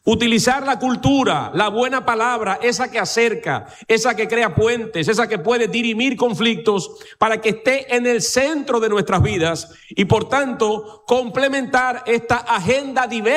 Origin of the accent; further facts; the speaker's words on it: Dominican Republic; lo que somos los dominicanos, gente laboriosa con una gran capacidad para el desarrollo artístico y cultural.